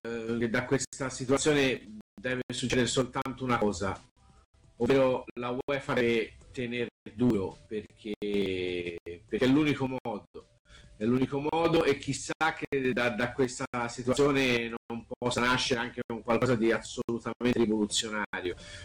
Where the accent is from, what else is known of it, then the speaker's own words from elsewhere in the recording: Florence, Tuscany, Italy; essendo di Firenze, insomma, da piccolo, da giovane, grande tifoso della Fiorentina